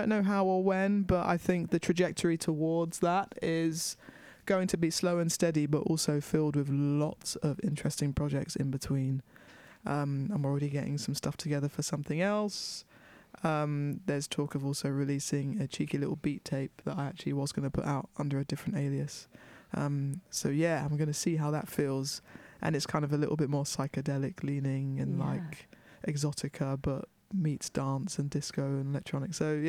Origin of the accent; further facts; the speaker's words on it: London, United Kingdom; growing up in London in such a multicultural place from such a, you know, black, essentially like black Caribbean background, but growing up in London